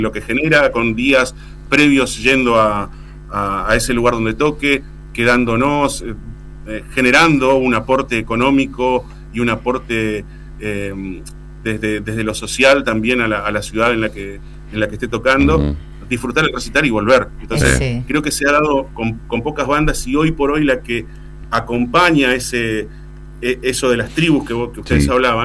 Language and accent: Spanish; Ituzaingó, Corrientes, Argentina; also born or lived in Misiones; Yo soy de Ituzaingó, aunque sí. soy misionero de corazón, siempre digo lo mismo. Viví más en Misiones que en mi pueblo, en Ituzaingó.